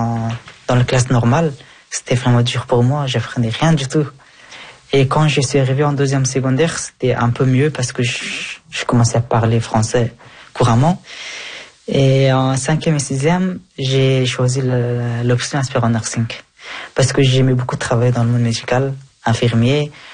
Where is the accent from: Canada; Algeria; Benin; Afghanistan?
Afghanistan; now in Belgium; Oui, oui, j'ai eu ma nationalité depuis l'année passée. Je suis plus afghan maintenant, je suis Belge.